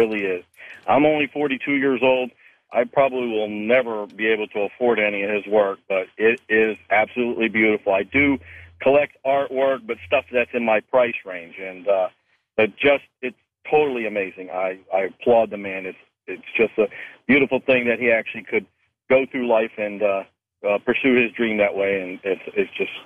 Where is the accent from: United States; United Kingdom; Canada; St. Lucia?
United States; Cape Coral, Florida; You know, but I'm from Cape Coral, Florida, and I seen his artwork.